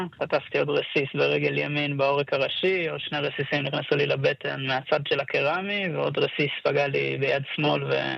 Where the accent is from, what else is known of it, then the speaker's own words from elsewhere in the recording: Karmia, Southern District, Israel; במקור אני מקיבוץ קרמיה